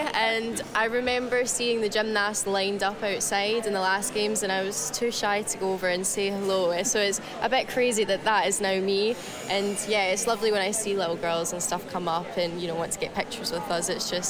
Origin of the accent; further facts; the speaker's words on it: Scotland, United Kingdom; I'm a Scottish gymnast